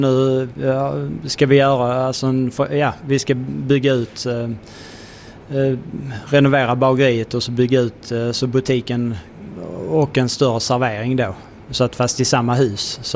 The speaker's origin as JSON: {"language": "Swedish", "town": "Skurup", "region": "Skåne", "country": "Sweden", "tie": "born or raised there", "moved": "as an adult", "lives_now": "Kävlinge, Sweden", "said": "jag är uppväxt i Skurup och har jobbat sen jag slutade nian."}